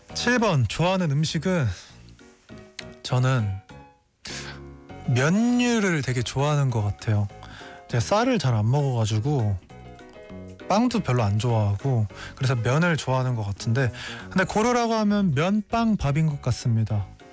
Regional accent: Cheonan, South Chungcheong, South Korea; also born or lived in Byeongcheon; 나의 고향은 충청남도 천안이고요. 병천에서 태어났습니다. 되게 따뜻한 환경에서 자랐고요.

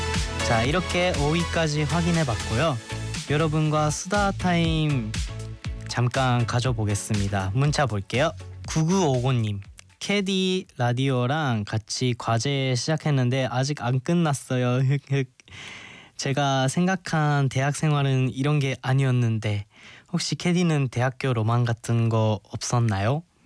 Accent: Japan; Korean is a second language; 어디서 왔어? 하면 저 일본에서 왔어요 얘기하

